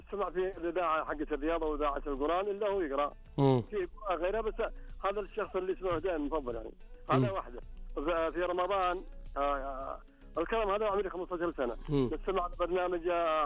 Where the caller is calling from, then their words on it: Taif, Makkah Province, Saudi Arabia; أكلمكم أنا الطائف